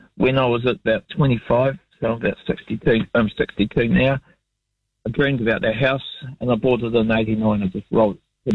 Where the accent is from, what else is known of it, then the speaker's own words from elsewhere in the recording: Canterbury, New Zealand; And I was brought up in North Canterbury.